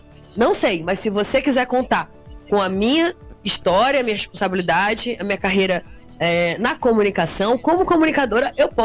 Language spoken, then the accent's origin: Portuguese; Amapá, Brazil; eu sou do Amapá, que é um lugar incrível